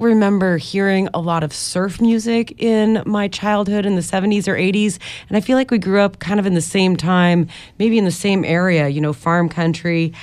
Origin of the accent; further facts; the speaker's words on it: Kansas, United States; also born or lived in St. Louis, Missouri; Well, I mean, we both grew up like in the Midwest. I grew up in Central Kansas and St. Louis, Missouri.